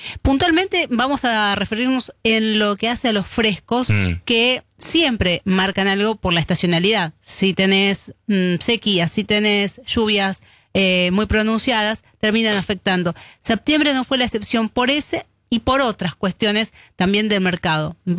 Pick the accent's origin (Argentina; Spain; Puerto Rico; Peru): Argentina; Como argentinos, el producto, la fruta que más consumimos